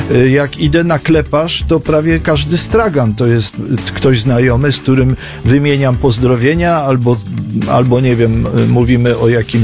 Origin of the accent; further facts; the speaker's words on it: Kraków, Lesser Poland, Poland; also born or lived in Rząska; bo tu poznałem żonę, bo tu się urodziła moja córka, moja wnuczka i tak dalej, i tak dalej. Ja się wychowałem w czynszowej kamienicy w centrum miasta